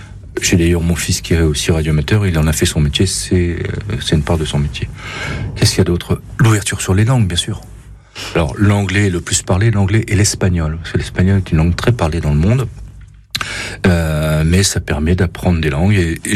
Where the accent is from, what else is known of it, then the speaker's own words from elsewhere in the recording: Hauts-de-France, France; moved away; j'ai appris l'allemand avec les radioamateurs allemands. De même que j'ai appris beaucoup l'anglais avec les anglais, puisque je suis originaire du Pas-de-Calais. Les anglais étaient en face de chez moi.